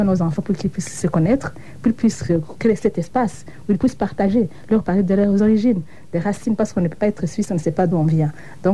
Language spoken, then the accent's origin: French; Burundi; Moi, personnellement, je suis venue du Burundi. Je suis rwandais d'origine, mais exilée des années 60.